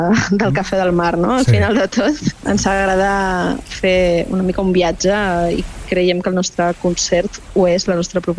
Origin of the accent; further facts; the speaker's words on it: Ibiza, Balearic Islands, Spain; now in Sant Feliu de Guíxols, Spain; jo sóc eivissenca.